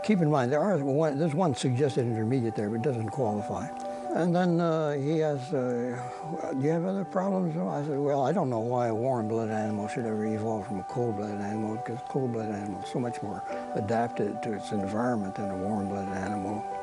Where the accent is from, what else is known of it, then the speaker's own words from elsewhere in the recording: Haiti; moved away; also born or lived in Switzerland / France; I was born in Switzerland, grew up there for a few years, went to France for 1 year, and then went to Haiti, where I spent most of my young childhood and mid-years of youth there.